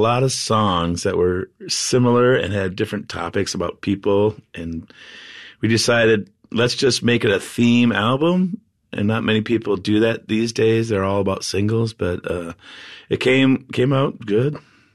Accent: England, United Kingdom; born there; I was born in England. My dad is from Madison.

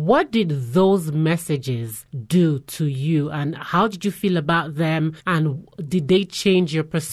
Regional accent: Nigeria; now in Kenya; You know, I'm Nigerian, even though I am currently in Kenya.

